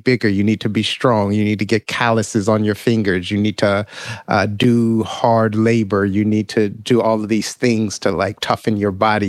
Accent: United States; born or raised there

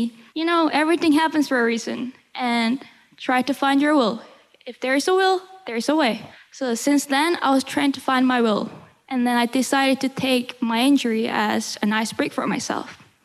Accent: Atlanta, Georgia, United States; now in New York, United States

